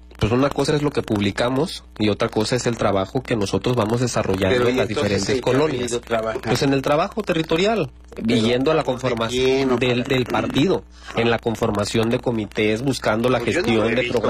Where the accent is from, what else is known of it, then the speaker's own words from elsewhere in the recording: Acapulco, Guerrero, Mexico; yo soy de aquí de Acapulco, de los barrios históricos